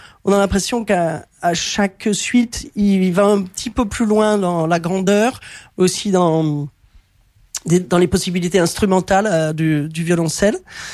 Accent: Lyon, Auvergne-Rhône-Alpes, France; born there; c'est une des premières danses que j'ai apprises quand j'étais petite au Conservatoire de Lyon

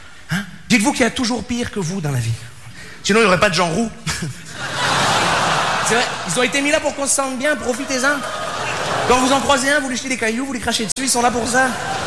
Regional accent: Montreal, Quebec, Canada; Bonsoir, je me présente … je viens de Montréal.

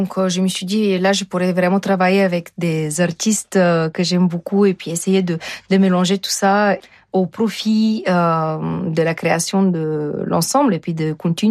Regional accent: Bulgaria; moved away; dans mon enfance, gamine en Bulgarie

